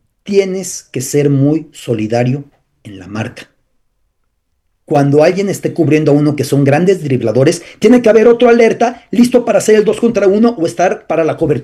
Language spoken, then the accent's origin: Spanish; Mexico City, Mexico; con todo y que soy de la Ciudad de México